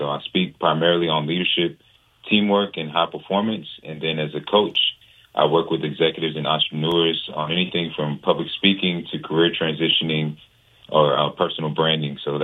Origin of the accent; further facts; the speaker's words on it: Atlanta, Georgia, United States; also born or lived in Gwinnett County, Georgia; I was born in Atlanta, Georgia, but my parents are from Liberia, from West Africa. Came here in the early 80s